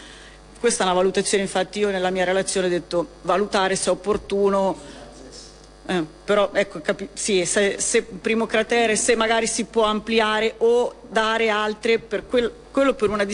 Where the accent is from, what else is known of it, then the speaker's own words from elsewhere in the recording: Marche, Italy; io vengo comunque da un territorio che in parte ha vissuto il sisma, perché comunque sono marchigiana, quindi l'ho vissuto anche in prima persona.